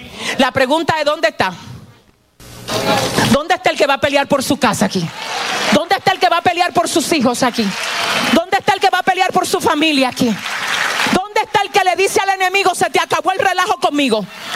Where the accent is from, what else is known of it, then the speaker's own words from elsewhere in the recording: San Francisco de Macorís, Duarte, Dominican Republic; gente de San Francisco, de donde yo soy, tiene fama de ser gente violenta, rebusera.